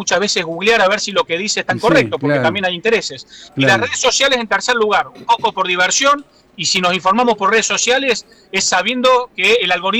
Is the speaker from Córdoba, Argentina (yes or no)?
yes; Córdoba, Argentina; Y radios del interior como Cadena 3, Mitre, eso es lo que consumo como cordobés